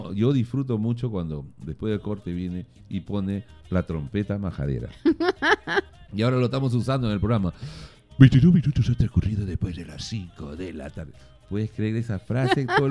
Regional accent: Pucallpa, Ucayali, Peru; en mi niñez, allá en Pucallpa, creo que comíamos muy sano.

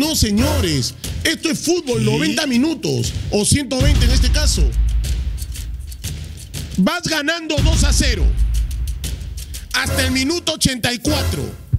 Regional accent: Peru; todos los peruanos somos sudamericanos.

